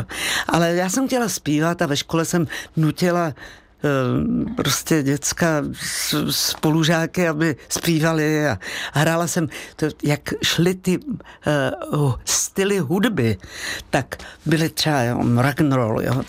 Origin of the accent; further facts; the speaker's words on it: Rakovník, Central Bohemian Region, Czechia; born there; moved away; also born or lived in Brno / Prague / Poděbrady; Takže já jsem vyrůstala v Rakovníku, pak jsem byla chviličku přestupní stanice v Praze a pak jsem šla za tátou do Poděbrad